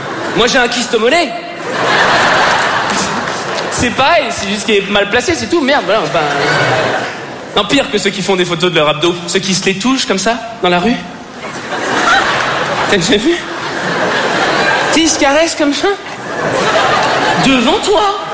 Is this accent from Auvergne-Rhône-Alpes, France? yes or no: no; Paris, Île-de-France, France; je suis parisien et superficiel